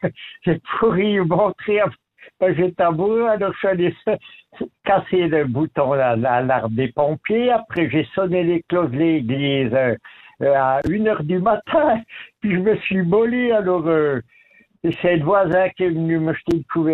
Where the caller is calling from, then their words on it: Bassecourt, Jura, Switzerland; De Basse-Cour, dans le Jura.